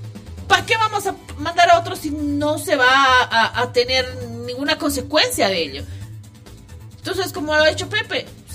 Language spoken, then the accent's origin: Spanish; La Paz, Bolivia; Los paseños que hemos sido secuestrados 53 días por el señor Mario Argollo.